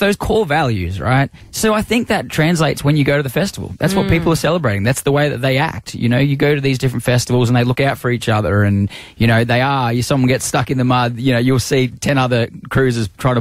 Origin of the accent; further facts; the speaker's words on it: Australia; I'm an Aussie boy, grew up here